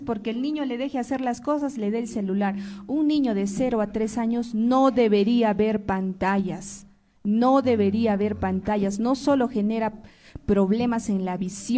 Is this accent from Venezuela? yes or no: no; Arequipa, Peru; now in Cusco, Peru; muy contenta yo de poder ayudar a esta ciudad que me ha acogido. Como usted sabe, yo soy de Arequipa.